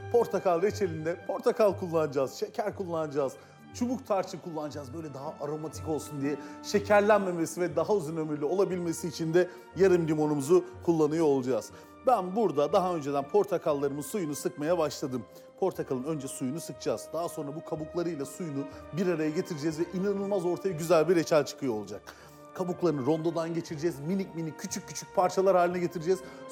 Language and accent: Turkish; Adana, Turkey; Biliyorsunuz ben Adanalıyım. Adana'da portakal reçeli çok fazla yapılır. Böyle turunçgil bahçeleri vardır, uçsuz bucaksız bahçeler vardır.